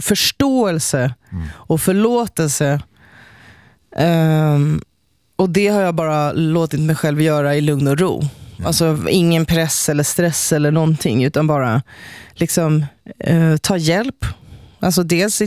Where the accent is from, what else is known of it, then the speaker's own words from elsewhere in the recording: Sweden; born there; also born or lived in Colombia; min bakgrund är ju att jag är adopterad från Colombia och vad det innebär att, alltså det är ett ganska stort trauma att bli liksom att tas från sina rötter, från sitt liksom sitt språk, sin kultur, sin alltså där man liksom är född, till ett land som inte alls påminner om det. Jag har ju bott i Sverige då.